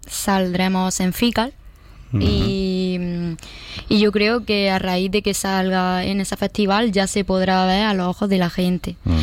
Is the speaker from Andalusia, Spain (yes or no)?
yes; Almería, Andalusia, Spain; moved away; yo me fui de Almería, me fui a Granada, me salió trabajo en Granada, dejé todo, dejé a mi familia, dejé a mi amigo, dejé todo.